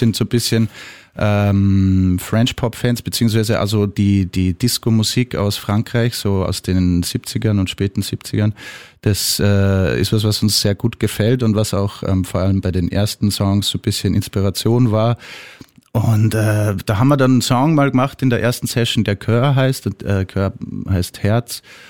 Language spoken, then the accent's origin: German; Salzburg, Austria; now in Vienna, Austria; Ja, wir sind ja eigentlich alle Salzburger und kennen uns schon ewig eigentlich aus der Schule sogar. Und dann sind alle mal ein bisschen ausgewandert und haben sich dann in Wien wiedergefunden.